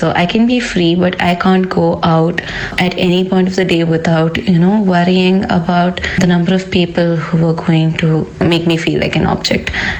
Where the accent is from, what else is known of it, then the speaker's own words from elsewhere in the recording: Gujarat, India; moved away as an adult; also born or lived in Chennai; now in Hyderabad, India; I moved to Chennai when I was in college. So I was in Gujarat before that. I grew up in Gujarat, though I was born in Chennai.